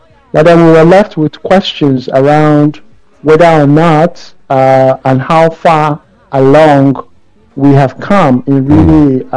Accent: Nigeria; now in Canada; I am a true Nigerian.

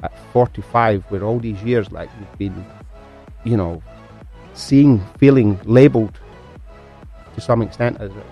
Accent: Scotland, United Kingdom; I grew up in Scotland in the 1960s. As a black kid.

